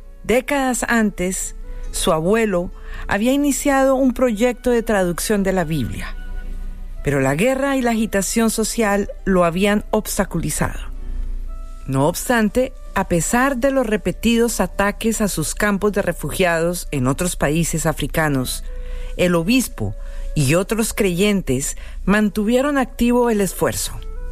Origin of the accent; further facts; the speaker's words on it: Bogotá, Colombia; born there; grabado en mi tierrita, en mi ciudad, aquella ciudad que me vio nacer, Bogotá, Colombia.